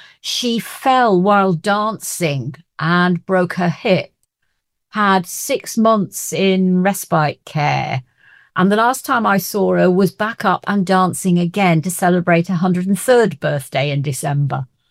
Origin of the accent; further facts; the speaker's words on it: Luton, East of England, United Kingdom; Because I come from Luton.